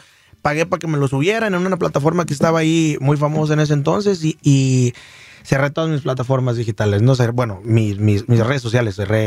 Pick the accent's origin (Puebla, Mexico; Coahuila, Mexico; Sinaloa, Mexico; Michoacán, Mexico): Michoacán, Mexico; accent: Michoacán; Así como mi acento michoacano.